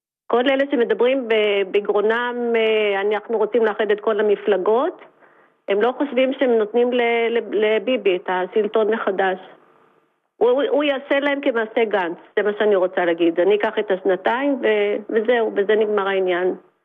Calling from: Tel Aviv, Tel Aviv District, Israel; אני מתל אביב.

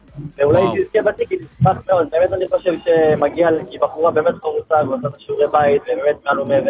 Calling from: Ofakim, Southern District, Israel

